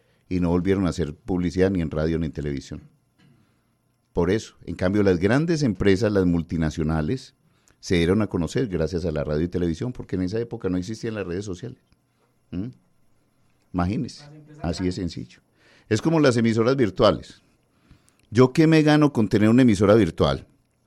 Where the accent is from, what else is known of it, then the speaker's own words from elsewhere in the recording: Antioquia, Colombia; Somos antioqueños